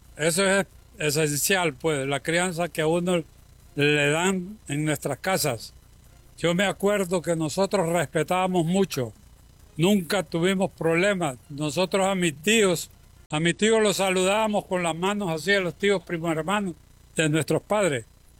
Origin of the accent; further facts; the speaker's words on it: Honduras; Nosotros somos nativos del Valle Arriba, del lugar de San Lorenzo, y nosotros ahora incluso tenemos miedo de vivir ahí en nuestros lugares